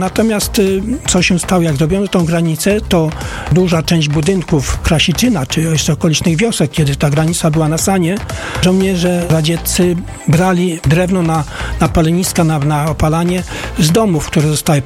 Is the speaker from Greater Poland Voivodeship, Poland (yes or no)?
no; Lesko, Subcarpathian Voivodeship, Poland; U nas w Lesku jest to technikum leśne